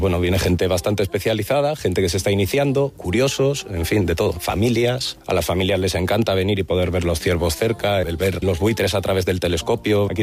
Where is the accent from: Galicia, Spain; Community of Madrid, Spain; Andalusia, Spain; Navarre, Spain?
Navarre, Spain; moved away as an adult; now in Extremadura, Spain; No, yo soy navarro, pero bueno, mi pareja es de aquí de Extremadura